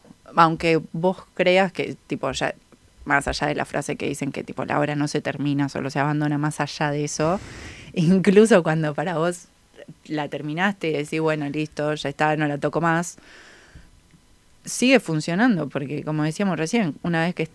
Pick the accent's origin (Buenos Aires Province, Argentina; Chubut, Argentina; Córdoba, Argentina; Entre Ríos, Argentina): Buenos Aires Province, Argentina; Banfield; los dos somos de Banfield